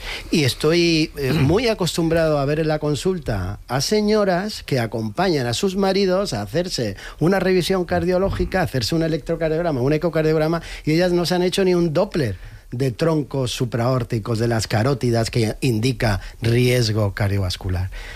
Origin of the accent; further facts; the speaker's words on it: Jaén, Andalusia, Spain; En mi tierra, en Jaén, me regañaron un día porque dije... No dije aceite de oliva virgen extra.